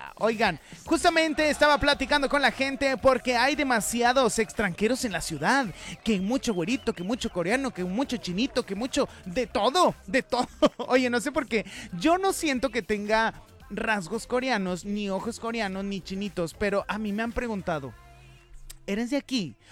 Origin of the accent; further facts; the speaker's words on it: Monterrey, Nuevo León, Mexico; así somos los regiomontanos. Somos bien inventados.